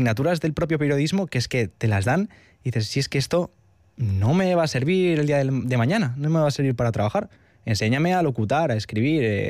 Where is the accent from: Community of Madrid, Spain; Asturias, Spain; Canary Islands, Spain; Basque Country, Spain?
Basque Country, Spain; Portugalete; Y es que, claro, yo soy de Portugalete. Para ir a Leioa, que es donde estudio, me tengo que despertar a las 7